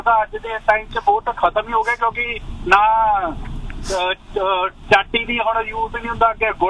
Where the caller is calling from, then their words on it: Ludhiana, Punjab, India; ਮੈਂ ਸ਼ਹਿਰ ਚ ਹੀ ਆ, ਮੈਂ ਲੁਧਿਆਣਾ ਸਾਹਮਣੇ ਤੋਂ ਆ ਮੈਂ।